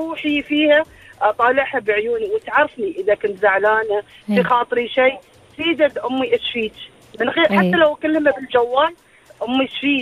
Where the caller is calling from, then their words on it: Khobar, Eastern Province, Saudi Arabia; انا من الخبر